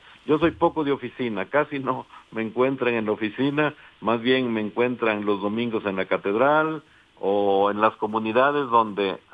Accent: Puebla, Mexico; sobre todo en la Mixteca poblana, que pues para mí es mi tierra

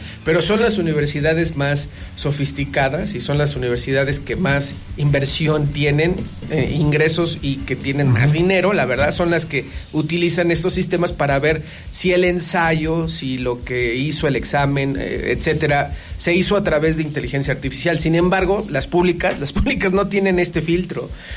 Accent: Mexico

